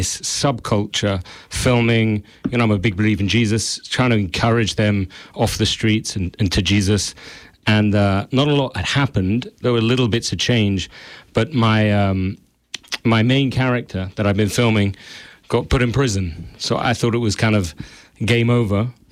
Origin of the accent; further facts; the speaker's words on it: London, United Kingdom; I'm from London